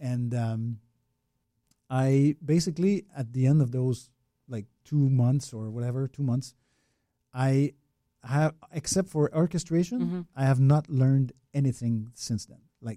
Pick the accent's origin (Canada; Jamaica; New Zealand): Canada; Quebec; also born or lived in Montreal; now in Orlando area, United States; forgive the accent, but I was born in Montreal and raised in the mountains north of Montreal.